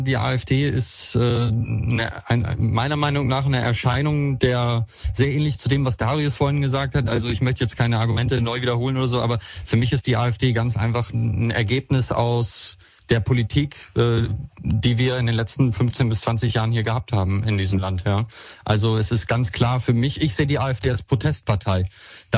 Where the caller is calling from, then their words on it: Berlin, Germany; ich komme aus Berlin